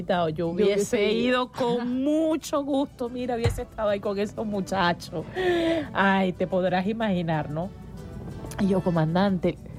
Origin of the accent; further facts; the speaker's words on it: Monagas, Venezuela; fue en mi pueblo, yo soy de Monagas, y lo vi en el 98.